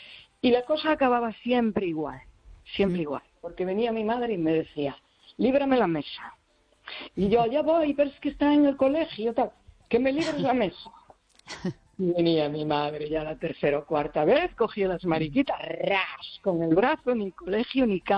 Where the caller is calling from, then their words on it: Galicia, Spain; del Barbanza.